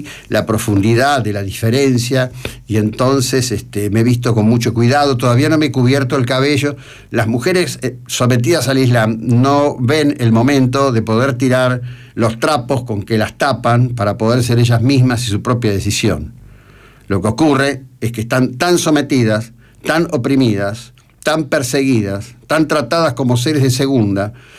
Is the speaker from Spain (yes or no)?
no; Argentina; somos argentinos